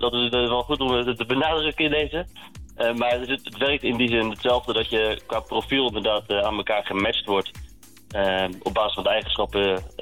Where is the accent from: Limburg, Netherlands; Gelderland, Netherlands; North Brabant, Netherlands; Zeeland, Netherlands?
Zeeland, Netherlands; Goes; born there; moved away as an adult; also born or lived in Leiden; now in Goes, Netherlands; toen ik vanuit Leiden, waar ik 10 jaar gewoond heb, terugverhuisde naar mijn geboortestad Goes. Samen met mijn vrouw en kinderen.